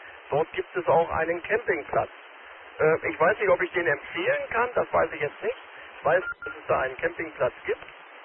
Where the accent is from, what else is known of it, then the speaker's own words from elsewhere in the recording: Hanover, Lower Saxony, Germany; moved away as an adult; also born or lived in Wiesbaden; now in Rhineland, Germany; Ich komme gebürtig aus Hannover, komme so ungefähr 3 Kilometer südlich vom Stein oder Meer weg. Und da ist es natürlich auch eher grün.